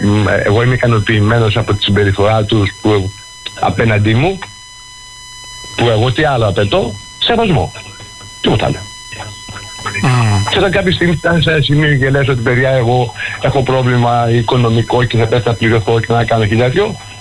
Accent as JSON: {"language": "Greek", "town": "Lefkada", "region": "Ionian Islands", "country": "Greece", "said": "είμαι Λευκαδής."}